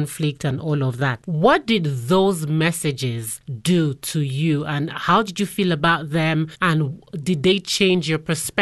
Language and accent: English; Nigeria; now in Kenya; I'm Nigerian, even though I am currently in Kenya.